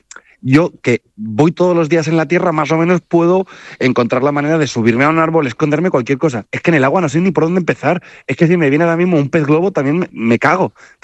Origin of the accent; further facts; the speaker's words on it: Zaragoza, Aragon, Spain; Que mira que soy de Zaragoza, quiero decirte, o sea, lo mucho que me puede tocar es un siluro en el Ebro.